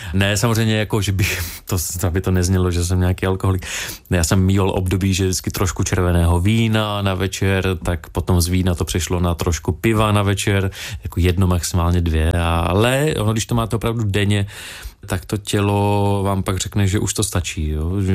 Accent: Litomyšl, Pardubice Region, Czechia; also born or lived in Frýdek-Místek / Kroměříž / Brno; now in Ostrava, Czechia; Já jsem se narodil ve Frýdku Místku, takže tam jsem žil, teď žiju v Ostravě, zároveň jsem ale celé dětství vyrůstal v Litomyšli, takže tam jsem začal do Zušky chodit

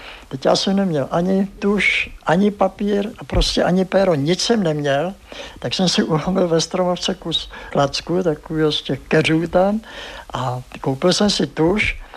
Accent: South Bohemian Region, Czechia; dělal jsem tady zkoušky a teď vidím, že nejsem přijatý, jsem z Jižní Čech.

